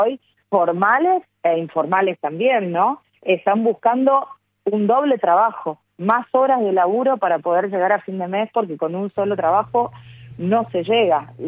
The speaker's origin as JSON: {"language": "Spanish", "country": "Argentina", "said": "también, porque todos, lamentablemente, todos como argentinos tenemos la responsabilidad de con nuestro esfuerzo aportar para pagar una deuda que no es de ningún beneficio para nuestro país."}